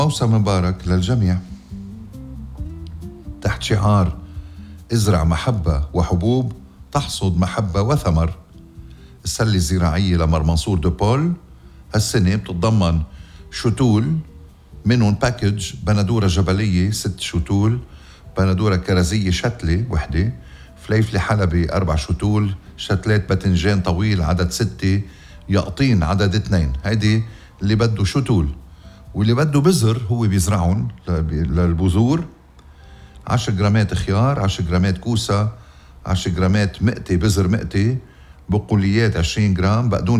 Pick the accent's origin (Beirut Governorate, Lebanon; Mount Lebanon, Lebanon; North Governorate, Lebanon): Mount Lebanon, Lebanon; Ghazir; ضيعتي الحلوة غزير